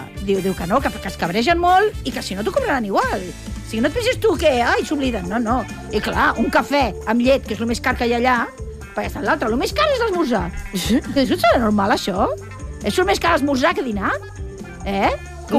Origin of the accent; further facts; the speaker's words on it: Catalonia, Spain; que sóc catalana